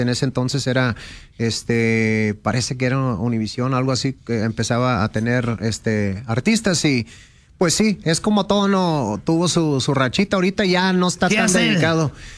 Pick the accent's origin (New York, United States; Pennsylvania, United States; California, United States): California, United States; Los Angeles; born there; yo soy nacido en Los Ángeles y lo tradicional para mí era lo del hip hop, la música de inglés